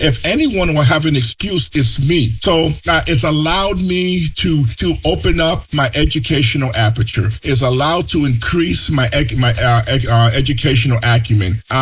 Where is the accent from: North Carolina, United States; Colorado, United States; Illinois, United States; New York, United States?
Illinois, United States; Chicago; English is a second language; I grew up in the projects of Chicago